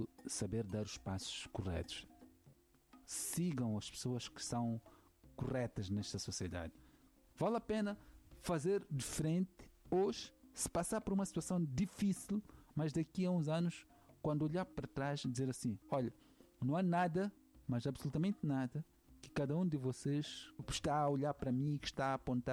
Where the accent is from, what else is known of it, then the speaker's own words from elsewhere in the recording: Mozambique; como dou a um santomense, a um guineense, a um cabo-verdiano, que me pedem, mesmo sendo moçambicano.